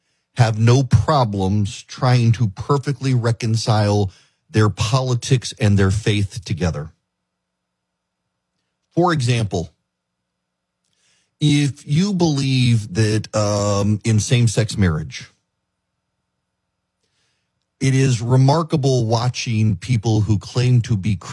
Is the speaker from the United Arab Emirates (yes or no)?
yes; Dubai, United Arab Emirates; When I was a kid growing up in Dubai, we would get invited to public executions. It's a very third world thing.